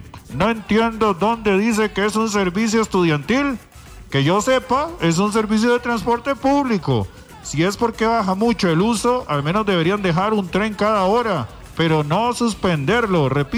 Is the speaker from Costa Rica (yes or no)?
yes; Costa Rica; los ticos somos malos conductores